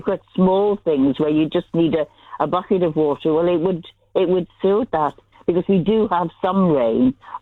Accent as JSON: {"language": "English", "town": "Liverpool", "region": "North West England", "country": "United Kingdom", "tie": "born there", "said": "I was born in Liverpool a long time ago after the War of 47."}